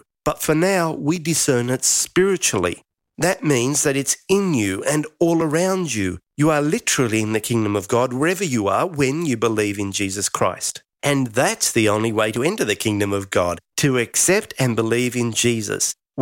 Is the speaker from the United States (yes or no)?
no; Australia; I grew up in Australia